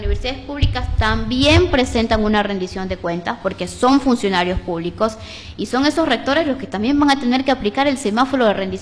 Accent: Ecuador; los ecuatorianos sí tenemos voz

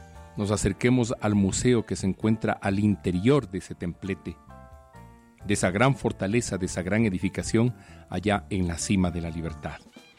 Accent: Ecuador; como ecuatorianos y ecuatorianas

